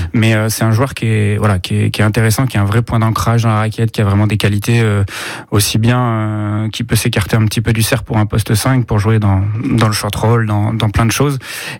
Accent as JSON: {"language": "French", "town": "Limoges", "region": "Nouvelle-Aquitaine", "country": "France", "tie": "born or raised there", "also_born_or_lived": "Bordeaux / Boulazac", "moved": "yes", "said": "je suis né à Limoges. Hein. J'ai des racines ici, j'ai de la famille, j'ai des amis. Je suis revenu quand même régulièrement ici, pas mal de fois les week-ends, quand j'avais la possibilité, quand j'étais à Bordeaux ou encore à Boulazac."}